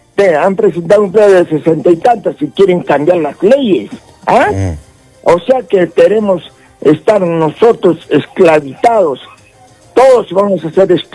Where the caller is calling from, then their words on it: Arequipa, Peru; la corrupción es tan grandaza que tenemos acá en el Perú.